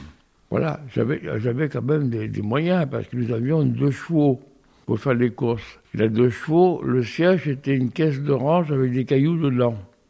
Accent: Île-de-France, France; moved away as an adult; Ben, nous venons de la région parisienne.

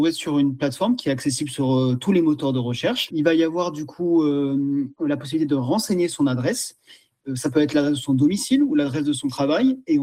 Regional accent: Provence-Alpes-Côte d'Azur, France; moved away; Nous, on est originaire des Hautes-Alpes

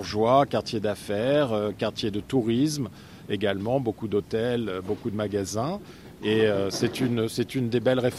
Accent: France; now in United States

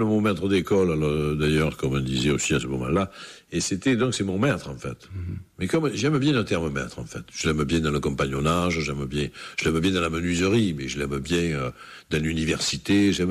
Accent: Marseille, Provence-Alpes-Côte d'Azur, France; born or raised there

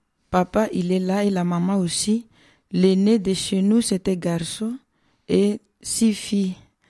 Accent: Bunia, Ituri, DR Congo; born there; de la Charité maternelle. Je viens de la République démocratique du Congo, précisément du diocèse de Bunia. J'ai grandi dans une famille chrétienne où la foi occupait une place importante dans la vie quotidienne.

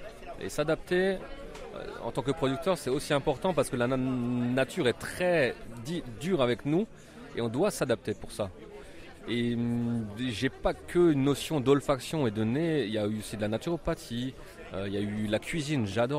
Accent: Grand Est, France; accent: Alsatian; je suis alsacien, peut-être ça s'entend

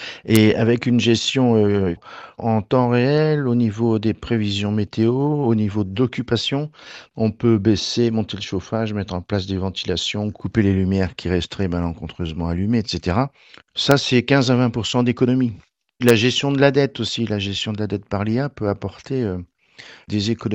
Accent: France; Avoir aussi des serveurs qui soient chez nous en France pour stocker les données

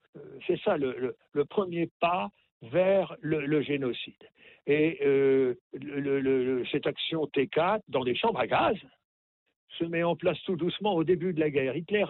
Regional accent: Normandy, France

